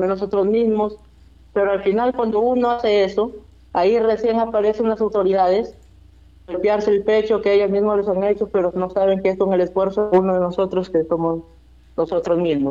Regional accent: Olmos, Lambayeque, Peru; born or raised there

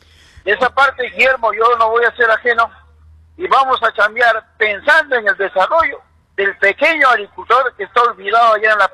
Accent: Perené, Junín, Peru; yo soy de Selva Central, soy de Perené

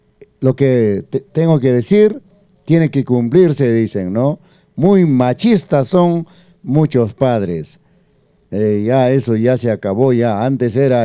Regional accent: Peru

